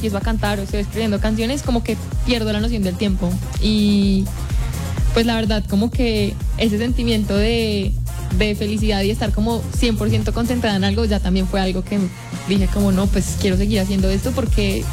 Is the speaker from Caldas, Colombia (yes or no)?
yes; Manizales, Caldas, Colombia; yo soy una artista de Manizales. Empecemos por ahí. Tengo 19 años.